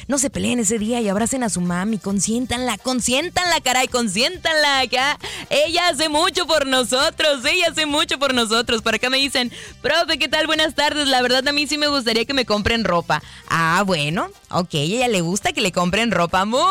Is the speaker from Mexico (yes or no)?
yes; Mexico